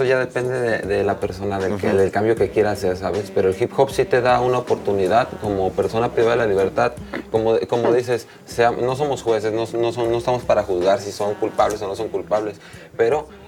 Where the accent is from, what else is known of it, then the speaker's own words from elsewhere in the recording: Tepic, Nayarit, Mexico; Soy de Tepic, Nayarit, orgullosamente.